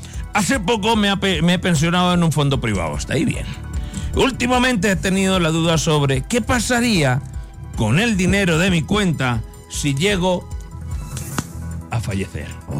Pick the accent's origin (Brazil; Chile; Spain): Spain; como soy de España